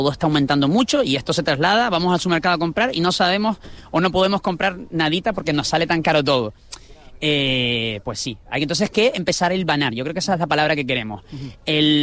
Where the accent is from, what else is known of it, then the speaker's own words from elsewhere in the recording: Las Palmas de Gran Canaria, Canary Islands, Spain; yo soy de La Isleta